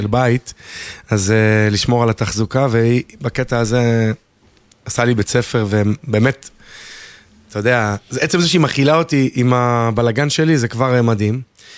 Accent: Dimona, Southern District, Israel; גדלתי בדימונה להורים שהם אנשי חינוך, אבא שלי הוא רב גדול בדימונה

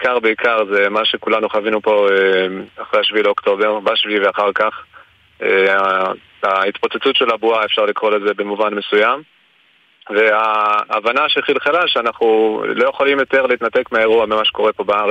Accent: Beit Shemesh, Jerusalem District, Israel; אני מבית שמש.

